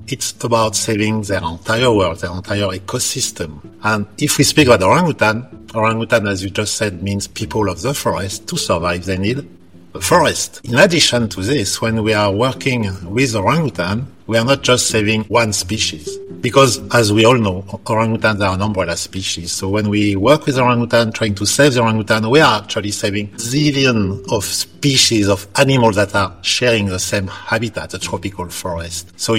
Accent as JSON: {"language": "English", "town": "Paris", "region": "Île-de-France", "country": "France", "second_language": "English", "moved": "as an adult", "lives_now": "Malaysia", "said": "I am originally from Paris in France."}